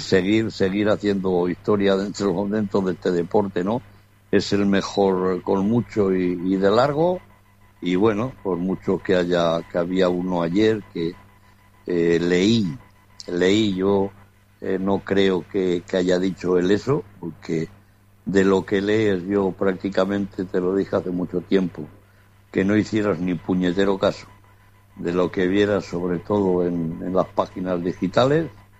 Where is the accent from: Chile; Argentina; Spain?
Spain; yo soy español